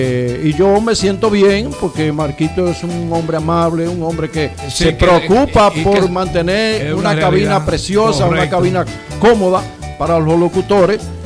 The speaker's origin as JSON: {"language": "Spanish", "town": "Mao", "region": "Valverde", "country": "Dominican Republic", "said": "Yo soy de para allá"}